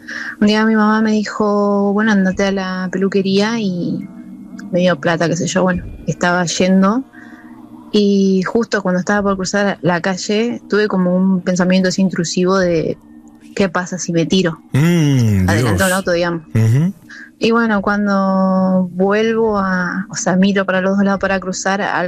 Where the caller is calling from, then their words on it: Paraná, Entre Ríos, Argentina; De Paraná, Entre Ríos.